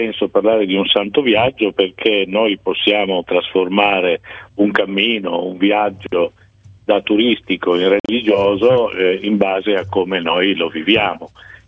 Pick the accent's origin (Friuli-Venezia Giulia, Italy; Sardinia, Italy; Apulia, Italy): Friuli-Venezia Giulia, Italy; Pordenone; io sono di Pordenone.